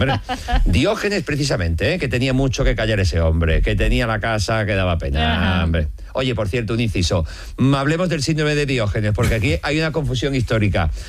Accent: Los Navalucillos, Castilla-La Mancha, Spain; born or raised there

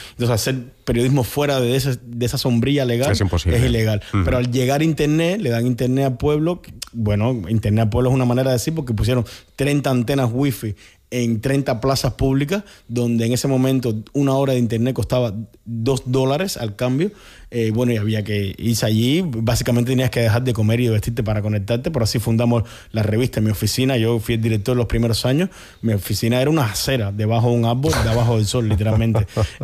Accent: Cuba; accent: Cuban; moved away as an adult; now in Barcelona, Spain; como buen cubano y como te puedes dar cuenta, cuando entré a la universidad me como toda la CR, todas las S, hablo rápido, me trastabillo.

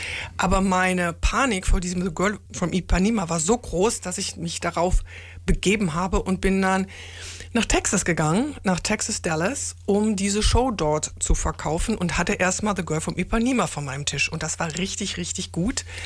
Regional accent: Germany; ich bin Deutsche

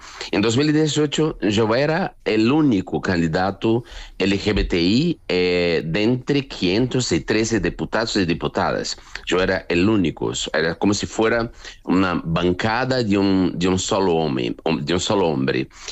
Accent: Brazil; Spanish is a second language; seguir en mi país, porque es aquí que quiero seguir, es aquí donde tengo mi madre, mis hermanos, mis amigos, la universidad, mi literatura, mis artes. Quiero vivir en Brasil.

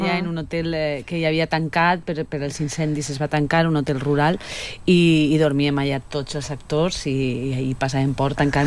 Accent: Valencia, Valencian Community, Spain; jo sóc de València capital

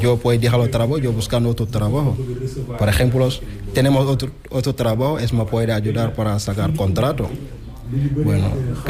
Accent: Senegal; Spanish is a second language

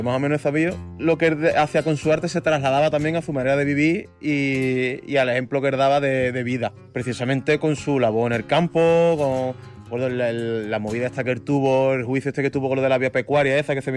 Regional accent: Jerez de la Frontera, Andalusia, Spain; moved away as an adult; now in Madrid, Spain; yo llevo 11 años viviendo en Madrid, soy de Jerez

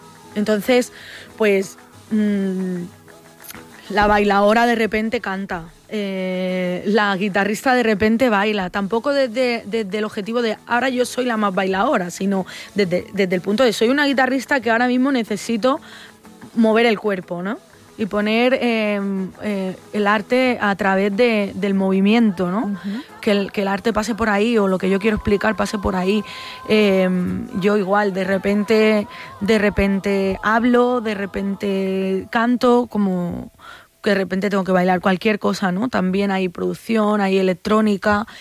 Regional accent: Barcelona, Catalonia, Spain; Yo soy de Barcelona y creo que Barcelona tiene una cosa muy potente a nivel cultural

